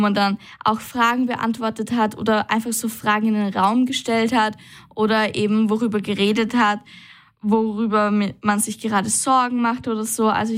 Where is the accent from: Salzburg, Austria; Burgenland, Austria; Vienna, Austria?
Burgenland, Austria; Unterfrauenhaid; Also ich komme zum Beispiel aus Unterfrauenheit